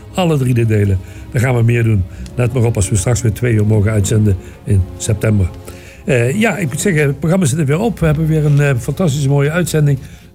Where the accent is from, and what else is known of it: Netherlands